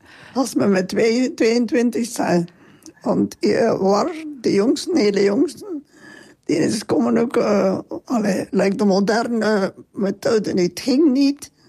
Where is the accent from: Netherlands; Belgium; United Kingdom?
Belgium; Halmaal, Flanders; Ik ben van Halmaan. En dat is maar twee dorpen verder.